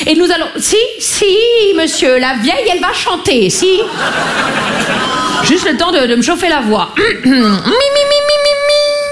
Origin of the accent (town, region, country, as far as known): Grand Est, France; accent: Vosges